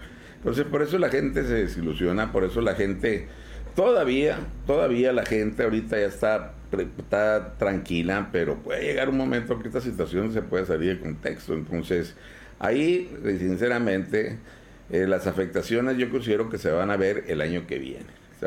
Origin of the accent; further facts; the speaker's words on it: Baja California, Mexico; porque todos somos residentes del Valle de Mexicali